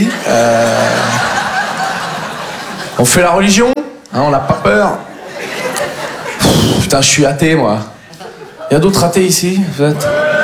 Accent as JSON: {"language": "French", "region": "Nouvelle-Aquitaine", "country": "France", "said": "Moi je viens du Poitou-Charentes. Tout le monde s'en bat les couilles de nous, quoi."}